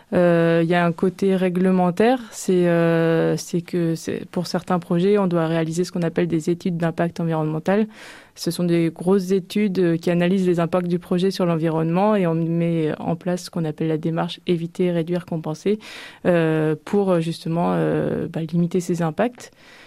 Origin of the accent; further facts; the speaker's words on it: La Hague, Normandy, France; moved away as an adult; also born or lived in Lyon / Tours; Je viens de la Manche, de la Hague même, et j'ai dû partir comme beaucoup de jeunes de mes études, pour les études de la Manche. Et donc j'ai dû partir dans plusieurs endroits de la France, Lyon, Tours, etc.